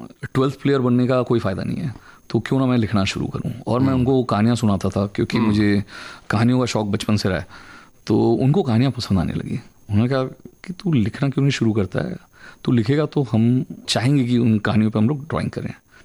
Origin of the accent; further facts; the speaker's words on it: Attabira, Odisha, India; also born or lived in Bhilai; तब तक हम उड़ीसा शिफ्ट हो चुके थे भिलाई से, और ये बहुत छोटा सा गांव था, इसका नाम आताबिरा है, मतलब वहाँ आप … आताबिरा लिख के चिट्ठी डालिए मेरे घर आ जाती थी